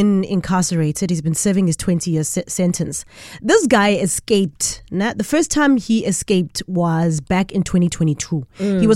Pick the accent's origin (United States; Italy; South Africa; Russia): South Africa; Mahikeng, North West; moved away; not far from my hometown of Mabatu, right? Which is Mafikeng.